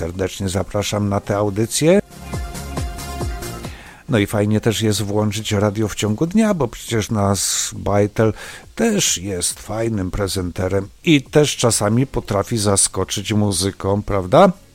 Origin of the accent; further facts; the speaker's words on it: Polanica-Zdrój, Lower Silesian Voivodeship, Poland; born there; moved away; Urodzony jestem w Polanicy Zdrój, a wiele lat mieszkałem w Kudowie Zdrój. Też uzdrowisko niedaleko.